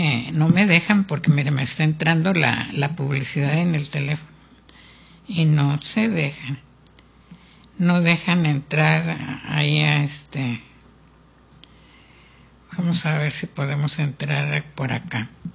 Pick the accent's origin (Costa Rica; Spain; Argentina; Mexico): Mexico; nosotros como mexicanos